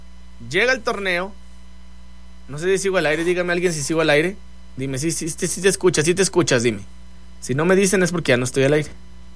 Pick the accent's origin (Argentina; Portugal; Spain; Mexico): Mexico; nuestro trabajo como mexicanos no es estar quemando más a nuestro país